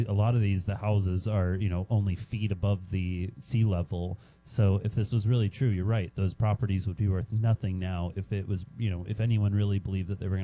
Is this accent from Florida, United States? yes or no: yes; Florida, United States; growing up in Florida, like seeing some of the properties and the, you know, so close to the water.